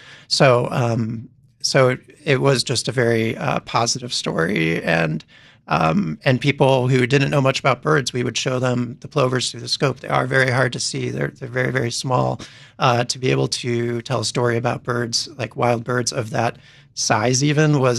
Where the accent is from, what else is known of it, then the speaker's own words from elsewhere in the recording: Great Lakes, United States; Well, I think just growing up around the Great Lakes, like even seeing a piping plover once a year, you'd be excited.